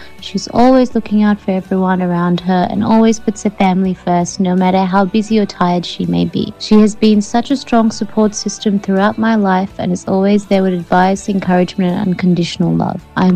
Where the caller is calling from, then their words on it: Launceston, Tasmania, Australia; I'm from Launceston, Tasmania.